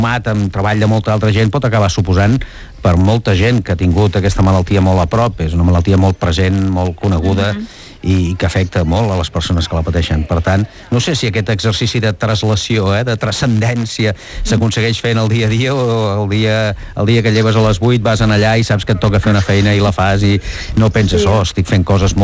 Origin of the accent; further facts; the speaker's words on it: Catalonia, Spain; Però vist com a catalana, aquesta capacitat d'assimilar que cadascú té les seves pròpies llengües